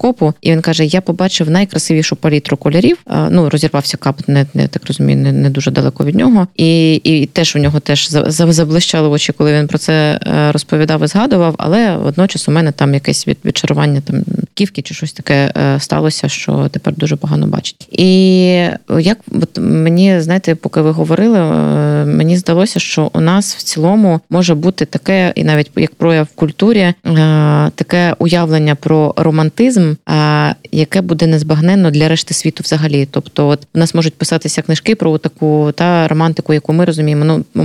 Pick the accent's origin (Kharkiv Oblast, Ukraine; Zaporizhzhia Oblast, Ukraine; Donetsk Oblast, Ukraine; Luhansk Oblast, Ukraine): Luhansk Oblast, Ukraine; moved away; Я з Донбасу, власне, з Луганщини, і у мене дуже багато подруг, друзів, власне, моїх земляків.